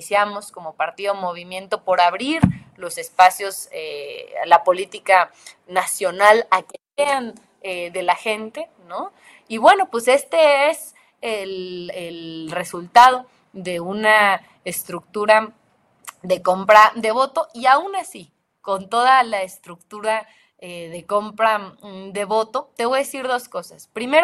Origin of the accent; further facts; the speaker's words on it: Mexico City, Mexico; yo soy de Benito Juárez